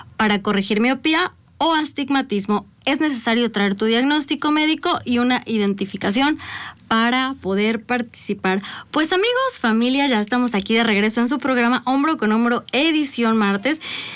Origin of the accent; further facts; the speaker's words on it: Mexico; lo que producimos como mexicanos y nuestro territorio